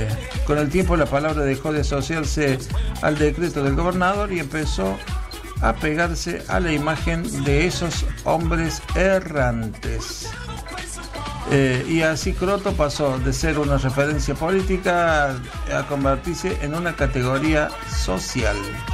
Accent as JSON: {"language": "Spanish", "country": "Argentina", "said": "hay algo que nos define a los argentinos, además de discutir de política o sufrir por la selección, es nuestra manera de hablar."}